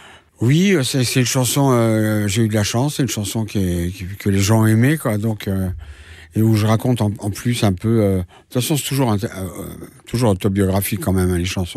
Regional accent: Paris, Île-de-France, France; born there; Et je suis né à Paris

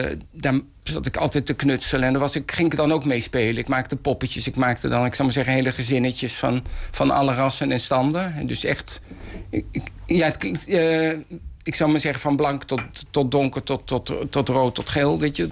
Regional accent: Amersfoort, Utrecht, Netherlands; born there; Ik ben geboren in Amersfoort.

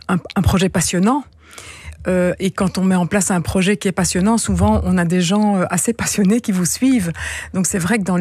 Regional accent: Louvain-la-Neuve, Wallonia, Belgium; also born or lived in Brussels; Alors pour la petite histoire, je suis bruxelloise à la base, mais on habitait du côté de Louvain-la-Neuve dès le début.

